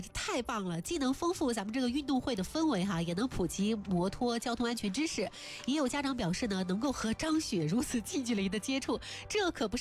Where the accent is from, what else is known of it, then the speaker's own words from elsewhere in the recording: Hefei, Anhui, China; 也是咱们合肥人都特别熟悉的一个地方哈